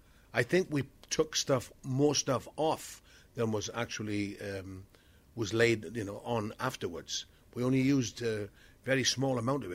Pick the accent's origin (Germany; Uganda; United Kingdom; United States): United Kingdom; Wales; I grew up in South Wales, so I went to a Presbyterian chapel